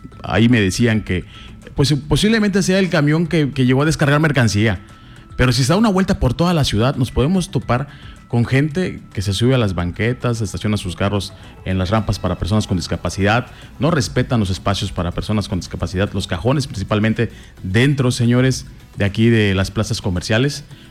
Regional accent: Quintana Roo, Mexico; los quintanarruenses, señores, nos unimos para eso y más

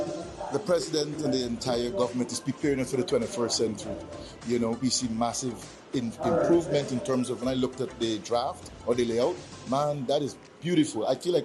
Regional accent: Essequibo Islands-West Demerara, Guyana; I'm from Region 3. I live in Parfit Harmony.

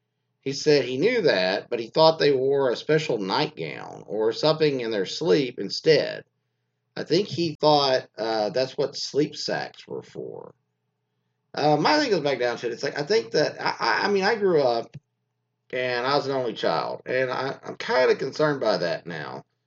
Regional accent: Spain; And I said, like, from España, like in Spain.

